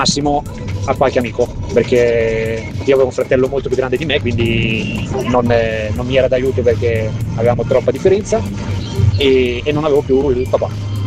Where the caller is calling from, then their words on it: Cantù, Lombardy, Italy; da Cantù.